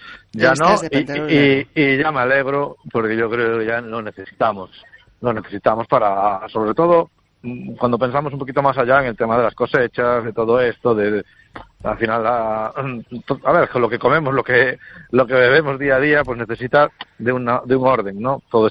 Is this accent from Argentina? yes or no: no; Galicia, Spain; nos explicó Galicia en 7 objetos, y yo salí de esa conferencia pensando, joder, qué bonita es mi tierra, cuántas cosas tenemos